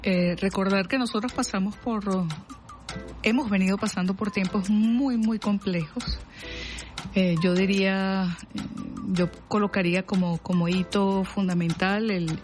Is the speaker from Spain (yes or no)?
no; Venezuela; esto que nos caracteriza como venezolanas y venezolanos, como caribeñas y caribeños